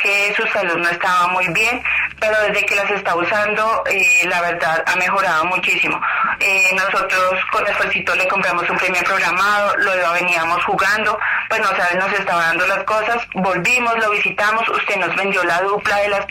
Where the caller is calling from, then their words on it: Zipaquirá, Cundinamarca, Colombia; lo llamo acá de Zipaquirá, Cundinamarca